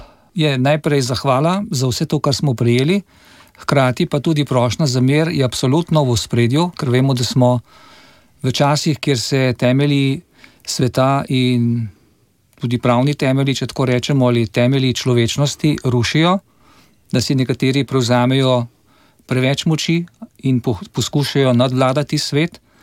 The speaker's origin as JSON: {"language": "Slovenian", "region": "Southeast Slovenia", "country": "Slovenia", "tie": "born or raised there", "said": "da sem iz Dolenjske in da veliko vozim ob reki Krki"}